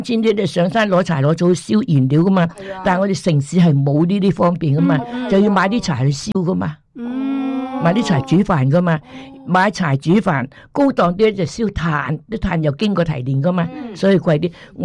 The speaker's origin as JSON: {"language": "Cantonese", "region": "Guangdong", "country": "China"}